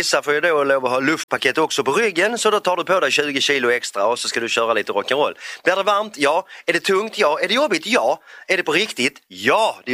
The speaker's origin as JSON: {"language": "Swedish", "town": "Helsingborg", "region": "Skåne", "country": "Sweden", "said": "Vi är från Helsingborg, hela klanen."}